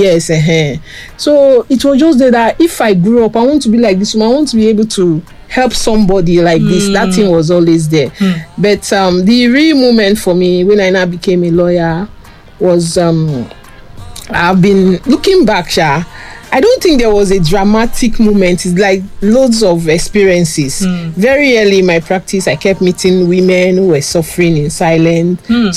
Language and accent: English; Warri, Delta, Nigeria; I was born and bred in Warri